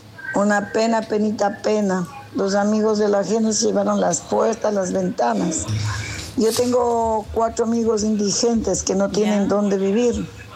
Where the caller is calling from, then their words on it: Ecuador; nosotros como ecuatorianos